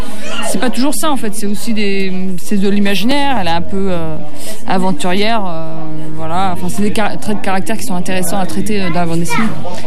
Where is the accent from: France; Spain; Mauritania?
France; Saint-Étienne, Auvergne-Rhône-Alpes; Saint-Etienne.